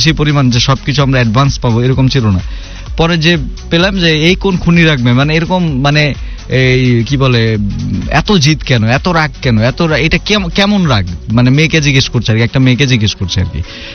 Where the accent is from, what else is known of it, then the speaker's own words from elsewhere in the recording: Bulgaria; আমি বাংলাদেশি ভাই, আমি চাইনিজ ভাষা বুঝি না